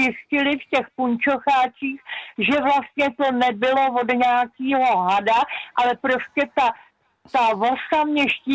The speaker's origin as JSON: {"language": "Czech", "region": "Prague", "country": "Czechia", "tie": "born or raised there", "moved": "yes", "said": "já jsem původem z Prahy"}